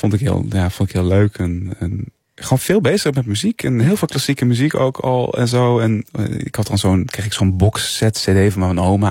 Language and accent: Dutch; Culemborg, Gelderland, Netherlands; Culemborg, ja, kom ik uit. Ja. En ben ik opgegroeid.